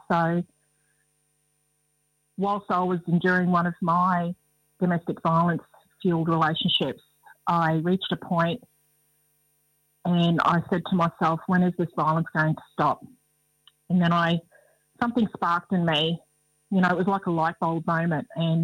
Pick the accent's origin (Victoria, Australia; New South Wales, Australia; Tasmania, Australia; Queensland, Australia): Queensland, Australia; I hail from the Nawagi Aboriginal Tribal Group, north of Goorambulbar, which is the traditional name for Townsville in North Queensland